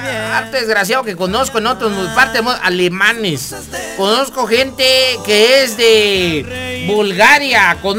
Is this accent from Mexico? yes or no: yes; Mexico; Yo soy mexicano. ¿Qué más mexicano dice todavía?